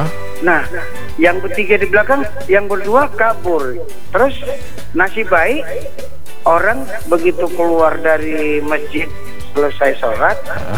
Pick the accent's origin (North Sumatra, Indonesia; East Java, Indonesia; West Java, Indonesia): North Sumatra, Indonesia; Medan; Ya saya orang warga Medan nih, asli lahir di Medan. Nah, bukan perantau.